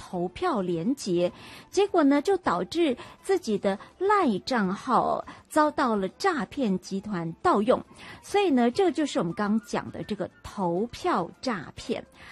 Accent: Taiwan; 我们台湾人非常非常高度使用赖这个软体

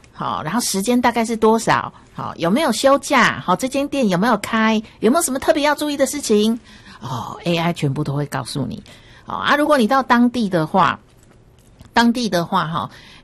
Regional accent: Taiwan; 那像我们台湾这边有全支付，

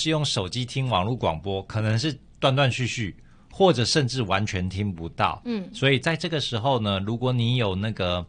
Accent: Taiwan; 那当然，对于我们台湾人来讲，演习觉得因习以为常了。

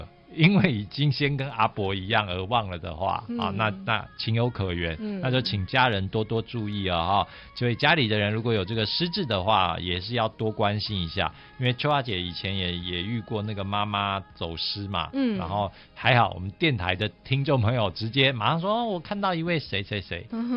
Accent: Taipei, Taiwan; 我们台北人可能、那是多远

